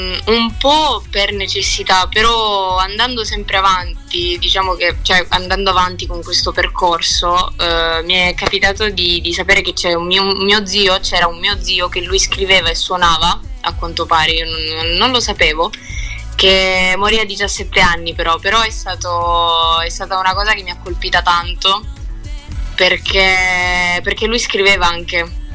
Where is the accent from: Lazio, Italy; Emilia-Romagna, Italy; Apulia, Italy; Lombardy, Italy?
Apulia, Italy; Lecce; sono salentina.